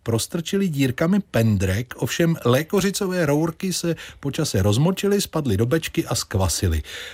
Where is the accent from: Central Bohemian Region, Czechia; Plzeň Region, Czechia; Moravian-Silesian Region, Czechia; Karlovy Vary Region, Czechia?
Plzeň Region, Czechia; Plzeň; jsem rád, že jsem vyrůstal v Plzni.